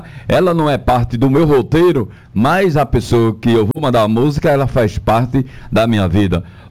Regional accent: Caruaru, Pernambuco, Brazil; born there; escutar esse matuto lá de Terra Vermelha. Eu sou matuto mesmo, nasci lá nas Caatingas, lá em Caruaru, lá pra dentro

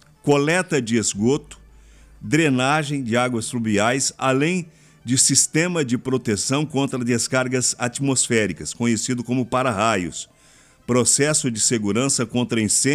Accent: Dourados, Mato Grosso do Sul, Brazil; A Feira Livre tem história aqui em Dourados. Eu cresci indo na Feira Livre com a minha mãe

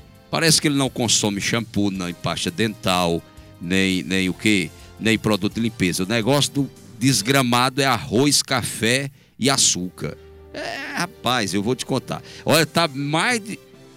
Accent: Brazil; Quando eu falo Brasil é porque nós somos brasileiros, né?

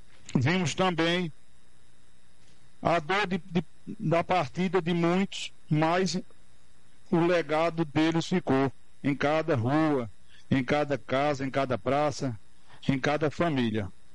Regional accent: Pedra, Pernambuco, Brazil; sou de Pedra, Pernambuco. Parabéns, minha terra amada.

